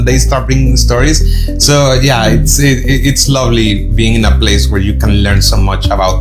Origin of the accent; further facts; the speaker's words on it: Mexico; now in Doha, Qatar; I'm from Mexico.